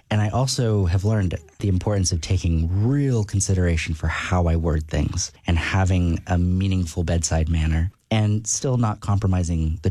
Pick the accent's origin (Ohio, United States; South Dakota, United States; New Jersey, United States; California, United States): California, United States; Hanford; Hanford, California.